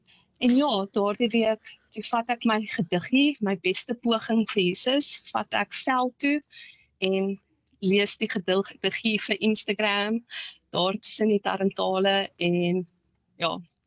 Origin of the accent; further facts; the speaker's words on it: Kakamas, Northern Cape, South Africa; now in George, South Africa; ek is van die platteland. Ek het groot geword in Kakamas. En nou plek in George met my heel beste maat, wat ook my man is. Ons het onlangs in 'n kothuis ingetrek.